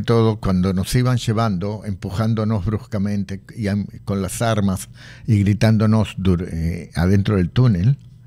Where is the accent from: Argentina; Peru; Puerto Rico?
Argentina; ¿Y qué respondimos? Argentinos, argentinos